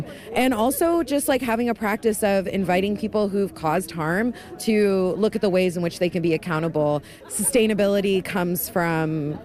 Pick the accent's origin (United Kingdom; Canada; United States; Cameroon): Canada; Toronto, Ontario; I'm from Toronto, Treaty 13 territory